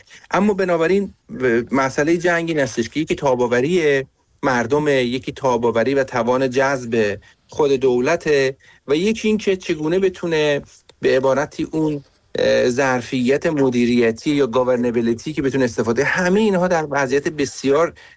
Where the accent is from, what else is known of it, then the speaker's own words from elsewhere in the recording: Iran; به عنوان یک ایرانی